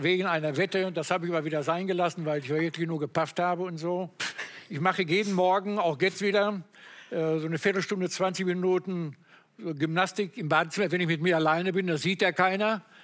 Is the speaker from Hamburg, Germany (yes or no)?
no; North Rhine-Westphalia, Germany; Ich komme aus dem Sauerland